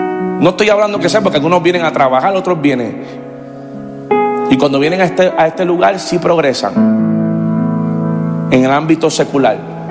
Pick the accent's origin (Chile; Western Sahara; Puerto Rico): Puerto Rico; Carolina; now in United States; Yo me crié en Carolina, donde la gente de pues, reggaetón era lo más que se escuchaba.